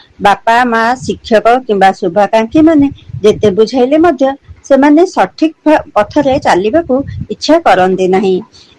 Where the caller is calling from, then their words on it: Bhubaneswar, Odisha, India; ଭୁବନେଶ୍ୱରରୁ କହୁଛି।